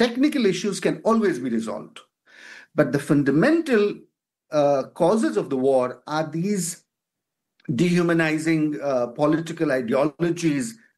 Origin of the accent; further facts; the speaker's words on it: India; As an Indian, it really pains the heart that Iranian nuclear issue is muddled with a lot of other issues.